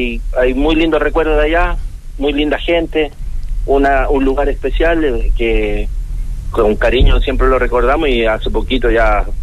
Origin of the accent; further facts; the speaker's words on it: Santiago, Santiago Metropolitan Region, Chile; moved away as an adult; also born or lived in La Florida, Santiago / Rancagua; now in Mostazal, Chile; Yo de Santiago de Chile